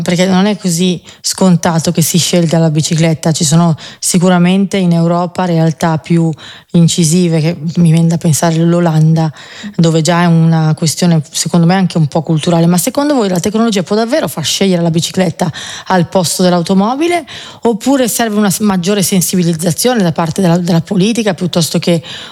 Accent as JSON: {"language": "Italian", "town": "Milan", "region": "Lombardy", "country": "Italy", "said": "Penso ad esempio a Milano, perché sono di Milano e amo moltissimo la bicicletta"}